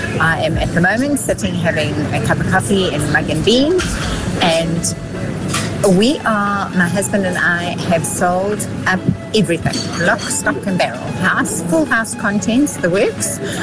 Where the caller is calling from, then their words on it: Everton, KwaZulu-Natal, South Africa; I'm from Everton.